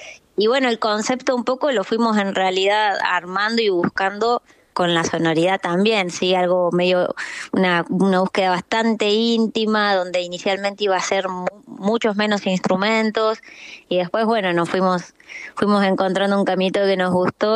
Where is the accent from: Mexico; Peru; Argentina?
Argentina; La Pampa; now in Córdoba, Argentina; Y yo acá ya tenía a mis hermanos estudiando, entonces desde La Pampa es bastante común venirte a estudiar a Córdoba y bueno, sin mucha vuelta terminé siendo